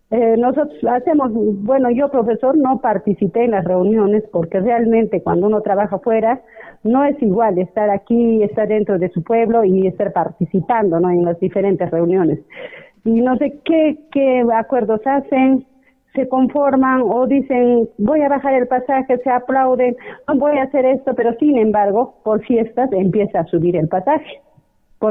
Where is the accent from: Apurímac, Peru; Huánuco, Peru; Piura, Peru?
Apurímac, Peru; Cotabambas; nosotros, como cotabambinos